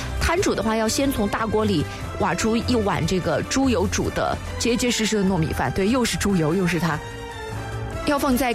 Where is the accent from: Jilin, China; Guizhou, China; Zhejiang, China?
Guizhou, China; 但在我们的贵州，就是遵义的话，是吃着这个豆花的